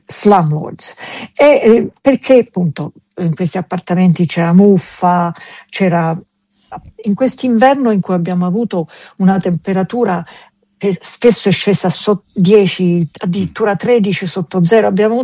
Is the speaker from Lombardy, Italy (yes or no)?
no; Tuscany, Italy; also born or lived in Sicily; sono siculo toscana.